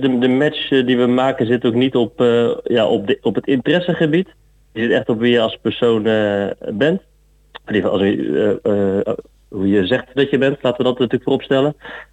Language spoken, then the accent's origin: Dutch; Goes, Zeeland, Netherlands; moved away as an adult; also born or lived in Leiden; Ik kom uit Zeeland, uit Goes. En ik heb 10 jaar in Leiden gewoond. Uiteindelijk zijn we 6 jaar geleden ben ik samen met mijn vrouw en kinderen terugverhuisd naar mijn geboortestad in Goes.